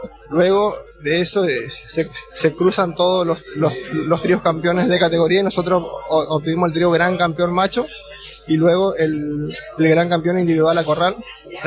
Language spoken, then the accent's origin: Spanish; Villa Ángela, Chaco, Argentina; Así que somos de Villa Ángela Chaco.